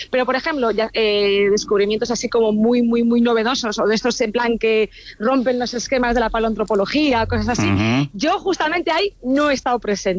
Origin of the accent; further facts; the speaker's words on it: Miranda de Ebro, Castile and León, Spain; moved away as an adult; yo por eso quería hacer algo en mi tierra, en Miranda.